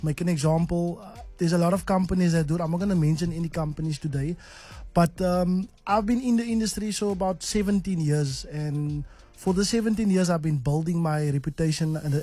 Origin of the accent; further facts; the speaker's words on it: Cape Town, Western Cape, South Africa; and then there's a few guys that they chose from Cape Town. We are three from Cape Town.